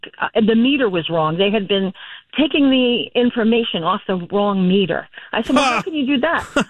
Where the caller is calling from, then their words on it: Portsmouth, Rhode Island, United States; I'm from Portsmouth, Rhode Island.